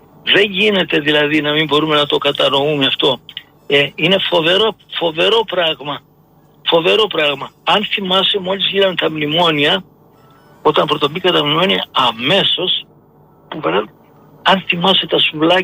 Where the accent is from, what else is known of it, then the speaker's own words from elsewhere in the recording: Nikaia, Attica, Greece; now in Ilion, Greece; πέρασα τα 80 όπως σου λέω, μεγάλωσα στα Μανιάτικα της Κοκκινιάς